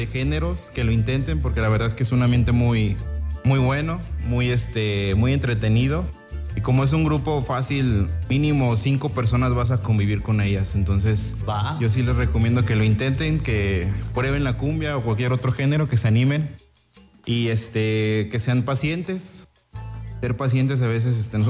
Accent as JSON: {"language": "Spanish", "country": "Mexico", "said": "uno como mexicano pues nace creciendo y escuchando cumbia"}